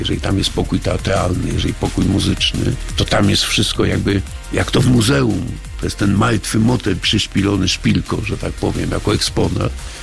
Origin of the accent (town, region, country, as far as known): Sopot, Pomeranian Voivodeship, Poland